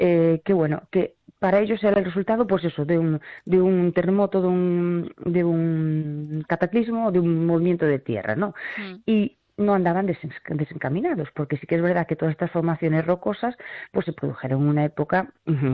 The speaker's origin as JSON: {"language": "Spanish", "region": "Galicia", "country": "Spain", "said": "como somos los gallegos"}